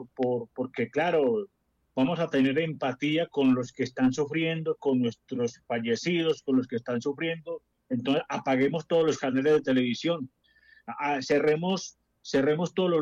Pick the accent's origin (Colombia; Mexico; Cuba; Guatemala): Colombia; Eje Cafetero